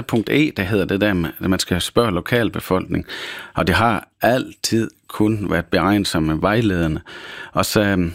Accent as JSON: {"language": "Danish", "area": "Thy", "region": "North Denmark Region", "country": "Denmark", "said": "Det kan jeg ikke sige nej til som Thybo."}